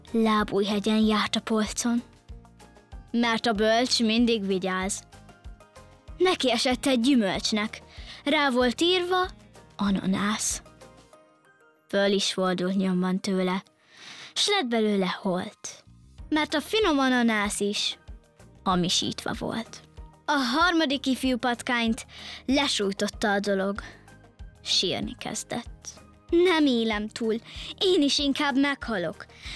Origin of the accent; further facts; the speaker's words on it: Karcag, Jász-Nagykun-Szolnok, Hungary; Sziasztok … 12 éves és Karszagról jöttem.